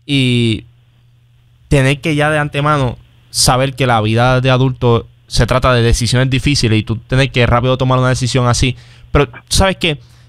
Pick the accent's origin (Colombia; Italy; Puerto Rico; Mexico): Puerto Rico